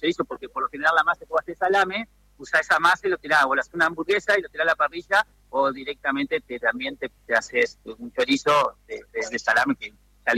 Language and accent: Spanish; Viale, Entre Ríos, Argentina; born there; yo tenía acá a 50 kilómetros, tengo donde nací en Viales, tengo un pequeño lugar donde procesamos la carne.